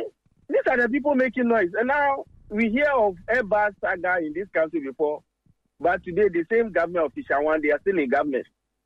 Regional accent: Ghana; And so let's be serious as a Ghanaian. Let us be serious.

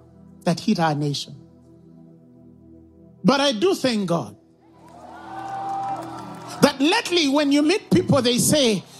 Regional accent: Uganda; I tell them I'm coming from Uganda.

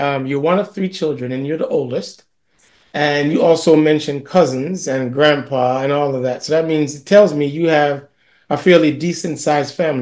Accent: Jamaica; I'm from Jamaica

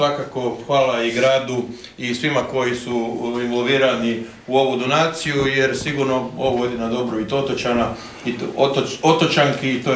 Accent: Primorje-Gorski Kotar County, Croatia; ja dolazim iz Gorskog Kotra, to je Bijeli otok i znam otprilike kako je živjeti na otocima

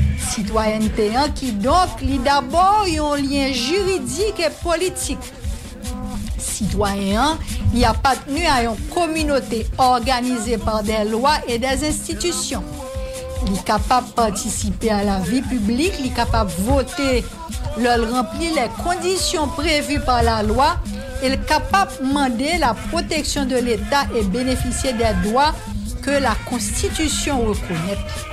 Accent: Haiti; Est-ce que un papier, est-ce que un document suffit pour faire de nous-mêmes des haïtiens dans le sens le plus profond du terme?

